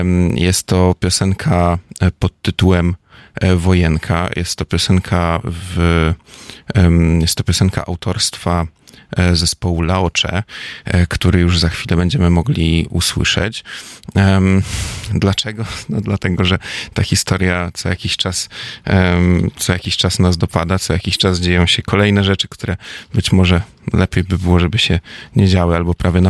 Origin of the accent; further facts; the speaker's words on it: Gdańsk, Pomeranian Voivodeship, Poland; German is a second language; now in Darmstadt, Germany; Ich komme auch selbst aus Danzig